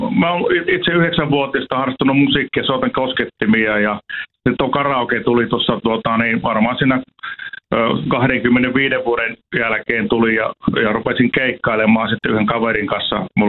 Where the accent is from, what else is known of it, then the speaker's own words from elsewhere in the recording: Mikkeli, South Savo, Finland; No minä menin tuolla Mikkelistä, kun olen kotoisin, niin ensimmäisenä menin Stoppariin.